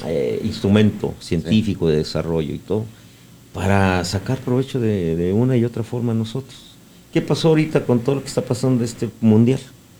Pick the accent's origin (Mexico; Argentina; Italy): Mexico; Nosotros somos mexicanos.